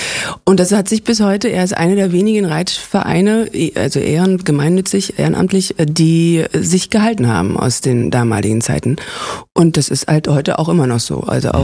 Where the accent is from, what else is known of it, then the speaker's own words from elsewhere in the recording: Zossen, Brandenburg, Germany; born there; Im schönen Brandenburg, genau. Andere sagen Paris. Ich bin in Zossen geboren.